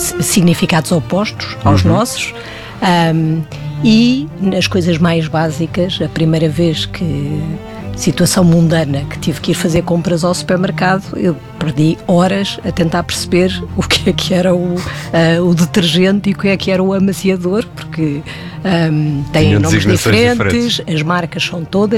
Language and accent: Portuguese; Portugal; moved away; also born or lived in Brazil